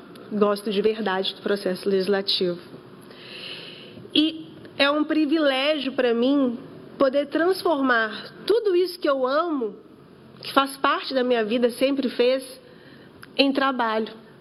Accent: Minas Gerais, Brazil; porque eu, como mineira, devo tudo a Minas. Foi onde eu nasci, onde eu cresci

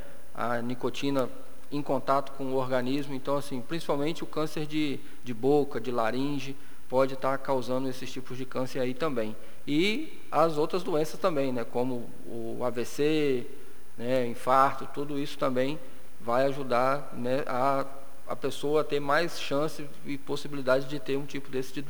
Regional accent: Brazil; A gente como brasileiro

